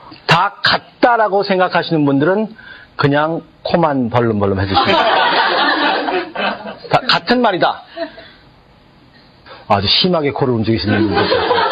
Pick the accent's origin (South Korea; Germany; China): South Korea; 우리는 한국 사람들이니까